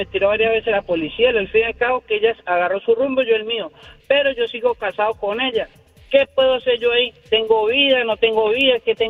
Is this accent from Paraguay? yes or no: no; Venezuela; yo soy de Venezuela, pero yo no tengo corte, yo no tengo nada.